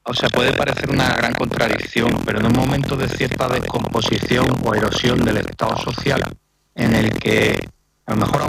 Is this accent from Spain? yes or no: yes; Andalusia, Spain; Tenemos en común yo como tú somos andaluces